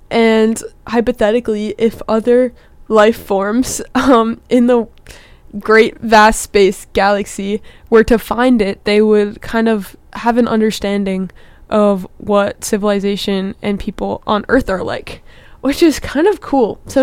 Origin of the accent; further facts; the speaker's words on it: Massachusetts, United States; I'm from Massachusetts, if you didn't know